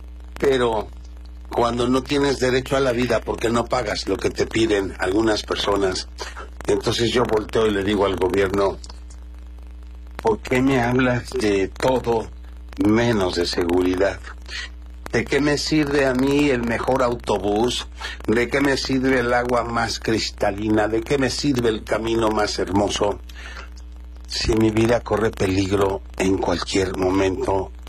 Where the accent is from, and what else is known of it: Mexico